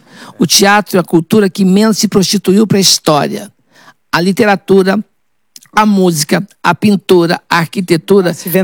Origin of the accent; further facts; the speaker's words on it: Poços de Caldas, Minas Gerais, Brazil; also born or lived in Machado; Eu só nasci lá, mas fui criado em Poços de Caldas.